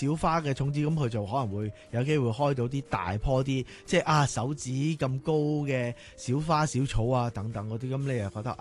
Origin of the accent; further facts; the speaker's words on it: Guangdong, China; accent: Cantonese; 我哋广东话叫做沤咗出嚟咧